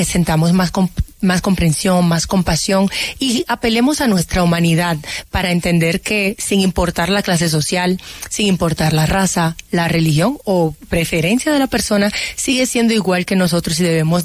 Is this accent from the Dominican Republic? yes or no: yes; Dominican Republic; also born or lived in Haiti; crecí y me desarrollé en la República Dominicana